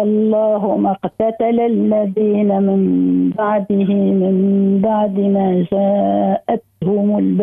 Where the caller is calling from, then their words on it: Bizerte, Bizerte Governorate, Tunisia; من بنزرت.